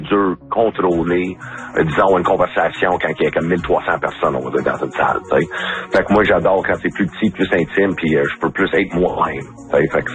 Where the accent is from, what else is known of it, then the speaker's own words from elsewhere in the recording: Edmonton, Alberta, Canada; French is a second language; now in Quebec, Canada; Mais là, je concentre beaucoup en français au Québec. Sinon, j'ai commencé en anglais. Je viens d'Edmonton, Alberta.